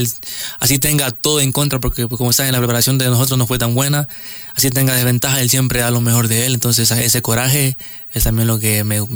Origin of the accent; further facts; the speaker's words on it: Napo, Ecuador; now in Quito, Ecuador; yo soy de Napo